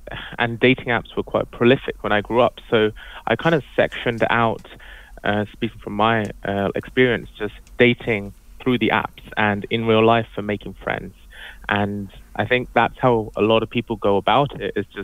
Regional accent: London, United Kingdom; Like, I'm from London, and it's so many people that are around

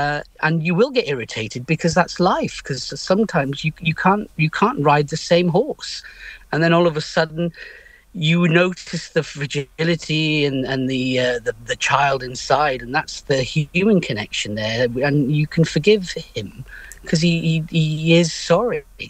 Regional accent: Holyhead, Wales, United Kingdom; I am a boy from Anglesey. I'm from Holyhead, the other side of the island.

